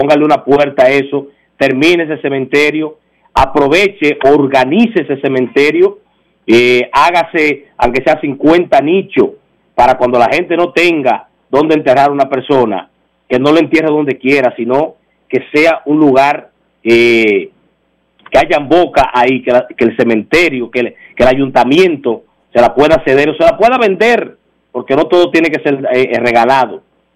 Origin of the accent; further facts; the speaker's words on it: Monte Cristi, Dominican Republic; tú sabes que yo soy multicristeño. Y yo soy un montecristeño que no he dejado mi tierra.